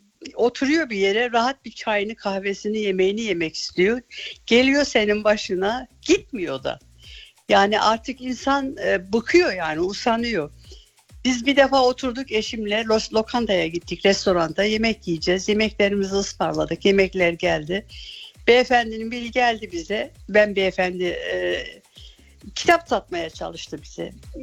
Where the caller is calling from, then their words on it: Berlin, Germany; Berlin'den, Zellendorf'tan.